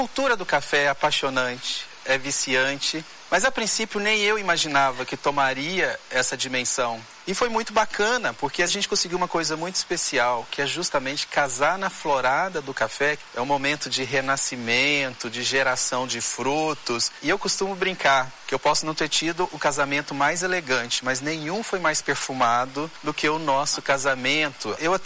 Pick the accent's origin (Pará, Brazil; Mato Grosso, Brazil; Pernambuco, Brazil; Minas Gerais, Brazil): Minas Gerais, Brazil; moved away as an adult; now in Rondônia, Brazil; Como bom mineiro, eu morria de saudade da família, saudade dos amigos, do jeitinho mineiro, né?